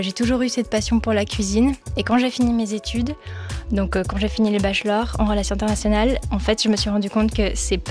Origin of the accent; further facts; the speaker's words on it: La Tour-de-Peilz, Vaud, Switzerland; j'ai grandi à la Tour de Paix. J'ai fait toutes mes études là-bas.